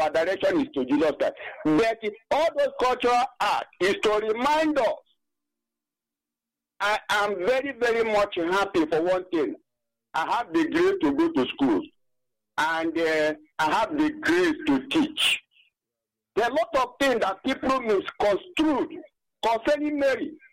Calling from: Onitsha, Anambra, Nigeria; I'm calling from Isuokoma, in Onitsha local government area of Federal State.

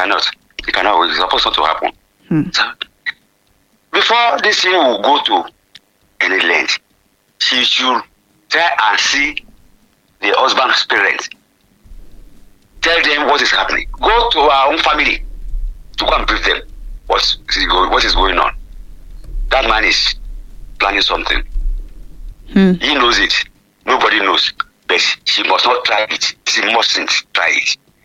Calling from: Ibadan, Oyo, Nigeria; I'm calling from Challenge.

